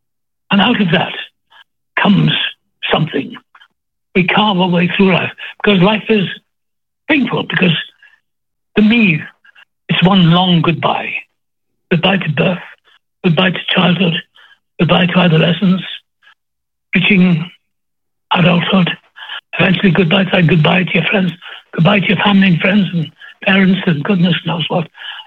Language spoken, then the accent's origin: English; Wales, United Kingdom; now in United States; I'm Welsh, and that's it.